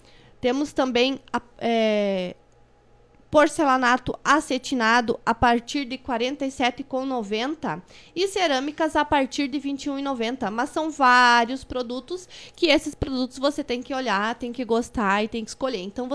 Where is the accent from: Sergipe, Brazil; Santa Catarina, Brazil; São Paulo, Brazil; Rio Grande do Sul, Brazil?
Rio Grande do Sul, Brazil; Santo Ângelo; moved away as an adult; now in Santa Bárbara do Sul, Brazil; Faz 2 anos e 2 meses que eu estou aqui. Mas, no momento, eu vou voltar à minha cidade natal, Medianeira. Medianeira não, Medianeira mais adiante, né? Vou voltar a Santo Ângelo, né?